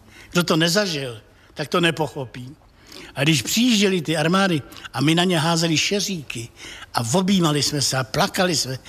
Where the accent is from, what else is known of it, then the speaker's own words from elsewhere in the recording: Plzeň, Plzeň Region, Czechia; já jsem z Plzně.